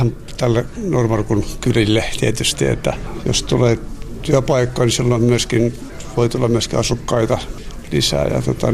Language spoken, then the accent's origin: Finnish; Satakunta, Finland; ja samoin tästä naapurista kilometrin päästä suurin piirtein.